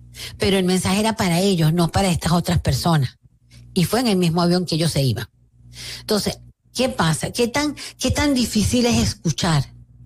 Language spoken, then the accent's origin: Spanish; Venezuela; lo ocurrido en mi país.